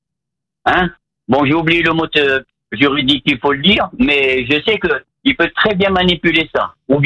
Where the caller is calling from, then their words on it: Massy, Île-de-France, France; De Massy, c'est dans l'Essonne.